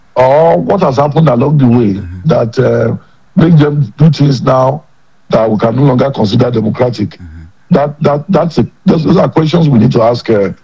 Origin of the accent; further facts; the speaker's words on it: Nigeria; As a Nigerian